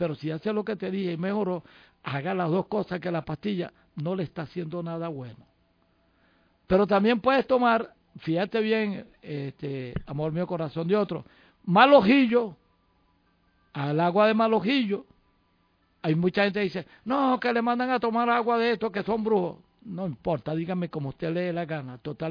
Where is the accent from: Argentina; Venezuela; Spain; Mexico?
Venezuela; born there; desemboca parte del río Orinoco, con Trinidad, Tobago y Georgetown. Nací en el Esequibo.